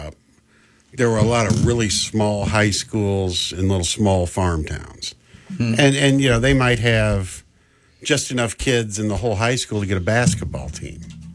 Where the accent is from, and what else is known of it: Midwest, United States; born there; moved away